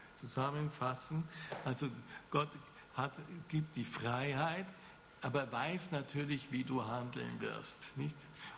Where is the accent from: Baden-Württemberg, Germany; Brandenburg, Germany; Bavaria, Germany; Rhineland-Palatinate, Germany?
Baden-Württemberg, Germany; Konstanz; born there; in dieser schönen Stadt Konstanz, wo ich geboren bin, nicht?